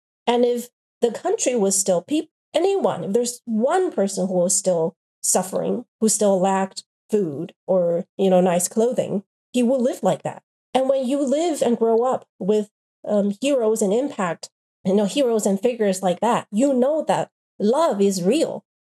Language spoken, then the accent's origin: English; China; So in China, growing up in China, living in China, I don't get that sense of cynicism.